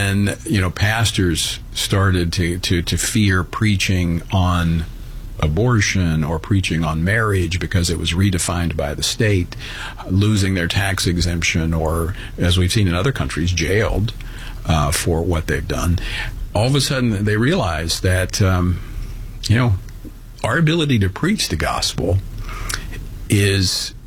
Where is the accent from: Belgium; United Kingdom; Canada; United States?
United States; Louisiana; I've been through a number of natural disasters in my home state of Louisiana in different capacities as a pastor of a church, in the legislatures, in law enforcement.